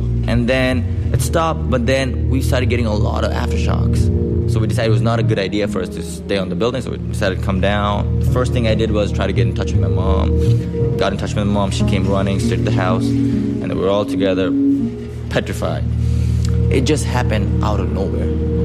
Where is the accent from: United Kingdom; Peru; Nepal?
Nepal; moved away as an adult; now in Baltimore, United States; I'm from Nepal. I lived there for 18 years. I came here when I was 18.